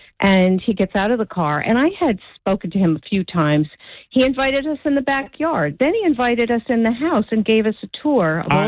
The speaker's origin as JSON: {"language": "English", "town": "South Orange", "region": "New Jersey", "country": "United States", "tie": "born or raised there", "said": "I grew up in South Orange."}